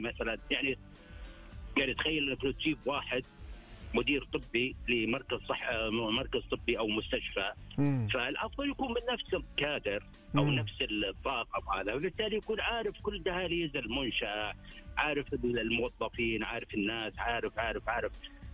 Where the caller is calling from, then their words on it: Riyadh, Riyadh Province, Saudi Arabia; من الرياض.